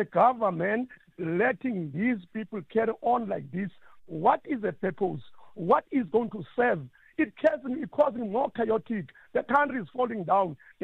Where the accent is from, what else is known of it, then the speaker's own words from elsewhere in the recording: Malawi; English is a second language; now in South Africa; Any person from other country, and I come from Malawi